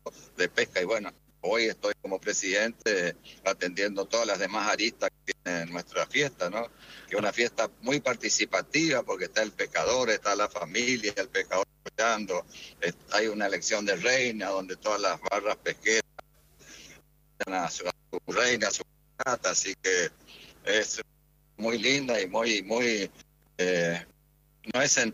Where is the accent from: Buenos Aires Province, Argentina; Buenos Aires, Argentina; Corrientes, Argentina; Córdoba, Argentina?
Corrientes, Argentina; Sí, nada, Correntina.